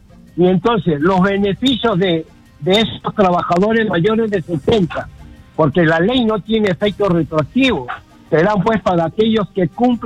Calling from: Ica, Peru

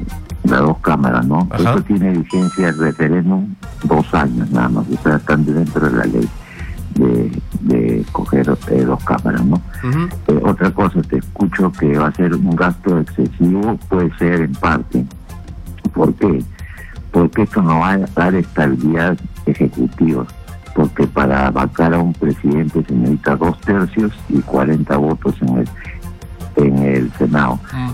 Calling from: Lima, Peru

